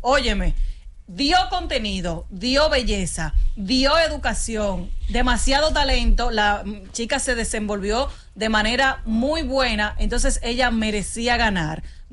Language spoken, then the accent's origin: Spanish; Dominican Republic; nuestro apoyo como dominicanos, como compatriotas